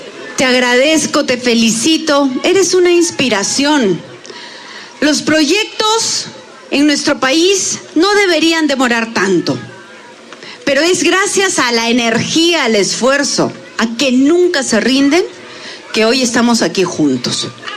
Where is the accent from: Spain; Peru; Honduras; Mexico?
Peru; Es que así somos los peruanos, ¿no?